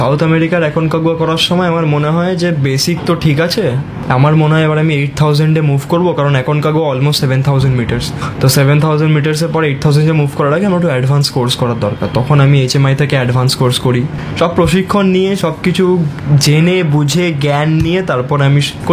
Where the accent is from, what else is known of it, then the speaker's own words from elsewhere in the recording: India; আমি first Indian যে বিশ্বের সর্বোচ্চ আগ্নেয়গিরি ওহোজ দেল সালাদো মাথায় আমি ভারতের জাতীয় সঙ্গীত দিয়েছিলাম